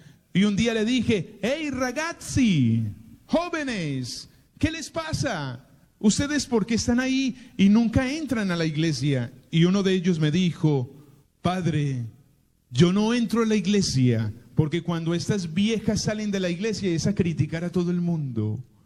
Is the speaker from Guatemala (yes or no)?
no; Colombia; moved away; yo sí soy el padre colombiano